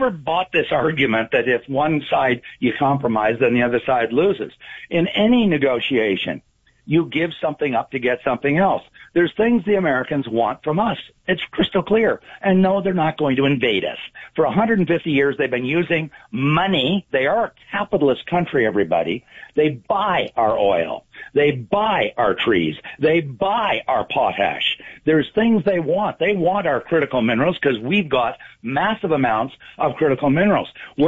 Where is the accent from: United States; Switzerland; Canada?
Canada; I'm saying this as a Canadian born and raised here